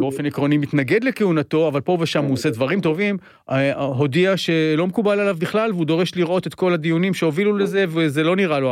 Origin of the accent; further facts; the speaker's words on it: Jerusalem, Jerusalem District, Israel; moved away as an adult; אני ירושלמי פעם, עד גיל 18 הייתי ירושלמי, בן אדם, אני כבר בן 200.